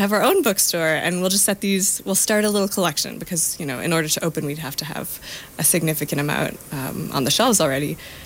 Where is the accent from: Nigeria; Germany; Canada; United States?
Canada; Calgary, Alberta; also born or lived in Vancouver; now in Edmonton, Canada; growing up in Calgary